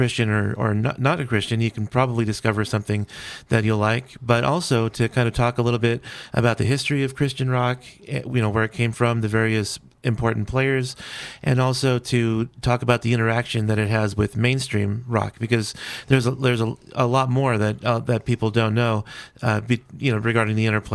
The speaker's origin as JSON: {"language": "English", "town": "Fresno", "region": "California", "country": "United States", "moved": "as an adult", "lives_now": "Las Cruces, United States", "said": "I also am from California. I'm from Fresno, California, but I moved here about a little over 5 years ago"}